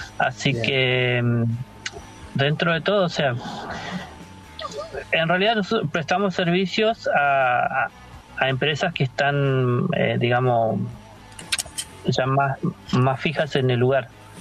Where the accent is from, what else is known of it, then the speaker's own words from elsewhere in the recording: El Bolsón, Río Negro, Argentina; yo vengo de Bolsón.